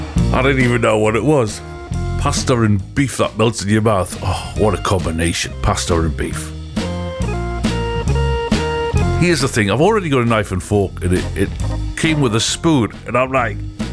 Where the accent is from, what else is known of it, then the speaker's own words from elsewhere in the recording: Wallsend, North East England, United Kingdom; moved away; I'm originally from Wall's End.